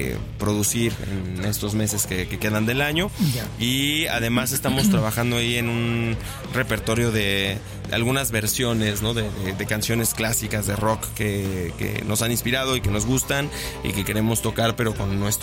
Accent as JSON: {"language": "Spanish", "town": "Xalapa", "region": "Veracruz", "country": "Mexico", "tie": "born or raised there", "also_born_or_lived": "Mexico City", "said": "Bueno, yo soy nacido en CDMX, pero adoptado pero jalapeño adoptado desde jalapeño. Los 8 años."}